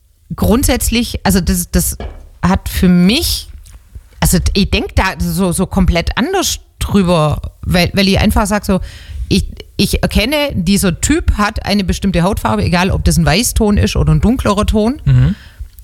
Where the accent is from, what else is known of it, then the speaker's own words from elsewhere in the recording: Baden-Württemberg, Germany; accent: Swabian dialect; außerhalb von Schwaben. Dann bin ich dort, ja, aber auch wieder der Ausländer.